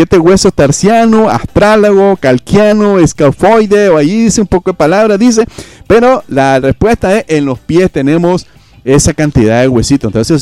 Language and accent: Spanish; Nicaragua; Así somos los nicaragüenses